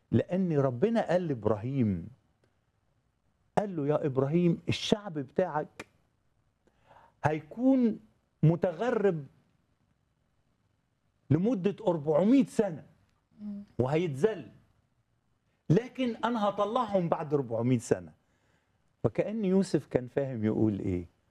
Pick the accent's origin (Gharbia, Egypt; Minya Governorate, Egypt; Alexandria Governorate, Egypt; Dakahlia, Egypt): Minya Governorate, Egypt; أنا صعيدي ومن المنيا يعني ومن القرى كمان،